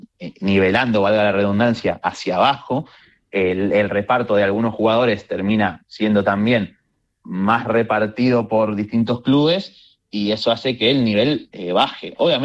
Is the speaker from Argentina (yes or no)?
yes; Lanús, Buenos Aires Province, Argentina; venimos del milagro de Lanús, del equipo de mi